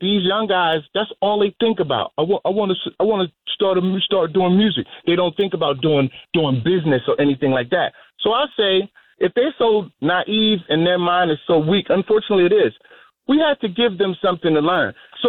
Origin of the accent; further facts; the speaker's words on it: Baltimore, Maryland, United States; Like I grew up, I'm from Baltimore, so I grew up in the streets for real.